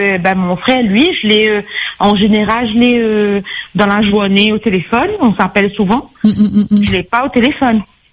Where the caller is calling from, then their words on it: Saint-Leu, Réunion; on est de Saint-Leu